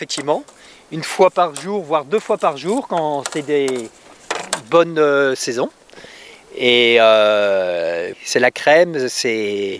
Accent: Brittany, France; moved away; Non, je suis originaire du Finistère.

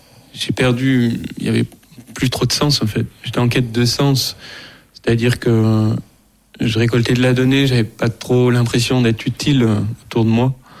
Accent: Auvergne-Rhône-Alpes, France; also born or lived in Lyon; j'ai grandi en Ardèche

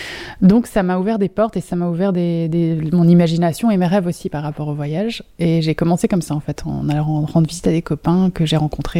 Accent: Grand Est, France; Oui, donc j'ai grandi en Alsace … j'ai passé quelques études à Strasbourg

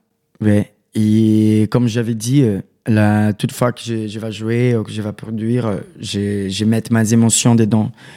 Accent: Rio de Janeiro, Brazil; on est carioca, on vient de Rio de Janeiro, donc on a de groove.

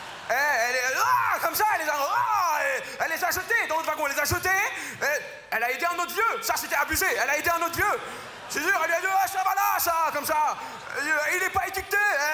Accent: Saint-Denis, Île-de-France, France; Moi, j'ai été élevé à Saint-Denis, les gars. 93, valeur d'entraide, valeur de solidarité.

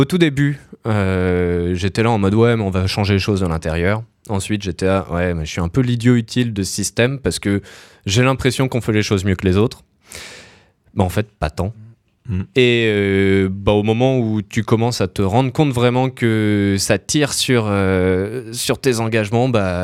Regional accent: Houilles, Île-de-France, France; je viens de Houille, en banlieue parisienne.

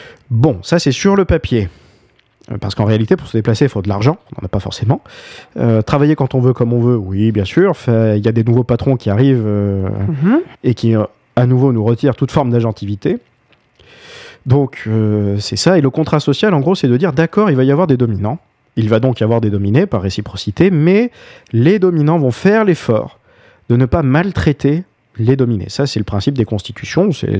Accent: France; chez nous, en France

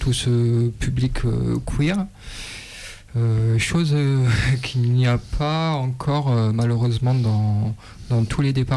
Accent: Grenoble, Auvergne-Rhône-Alpes, France; now in Le Teil, France; j'ai bientôt 35 ans, je suis originaire de Grenoble, mais j'habite actuellement sur Le Teil en Ardèche, une petite commune qui est à 10 minutes en voiture de Montélimar

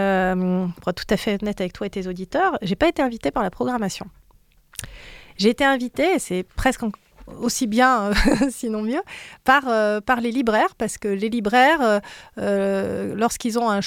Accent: Langogne, Occitanie, France; moi j'ai grandi, tu sais, en Lozère à Langogne, et à Langogne, on a tous vécu le barrage de Naussac

